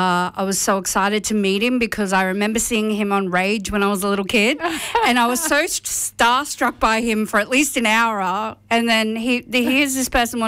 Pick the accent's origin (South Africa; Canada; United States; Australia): Australia; Redlands, Queensland; I used to sing a lot of ballads growing up around the Redlands.